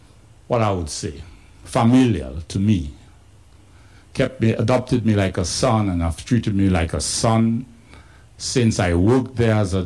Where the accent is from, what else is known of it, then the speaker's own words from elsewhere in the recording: Marigot, Saint Andrew, Dominica; born there; also born or lived in Portsmouth, Dominica / Roseau, Dominica; So I was born in Portsmouth. Around the age of 2 or 3, I moved to Marigot. I lived in Marigot primary school until I was around 10, mm-hmm. 11. I came to school in Roseau North. I lived in Roseau North from 11 to 21 year old.